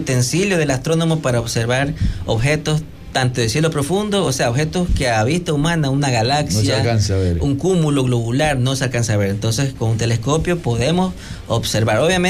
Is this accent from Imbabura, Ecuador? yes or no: no; Portoviejo, Manabí, Ecuador; yo soy de Puerto Viejo